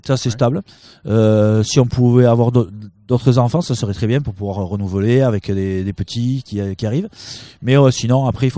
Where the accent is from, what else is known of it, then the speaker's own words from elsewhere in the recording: Nouvelle-Aquitaine, France; Moi je suis plus du Pays Basque.